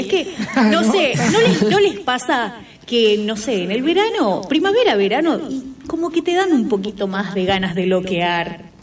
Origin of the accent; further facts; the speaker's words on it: Argentina; porque nosotros, como argentinos, seguimos esperando el gran debut del seleccionado campeón del mundo